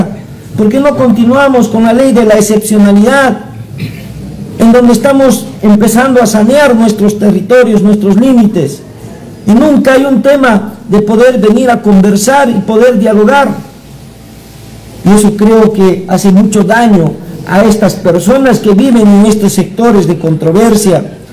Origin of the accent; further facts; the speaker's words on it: Cusco, Peru; Al final somos cusqueños y peruanos.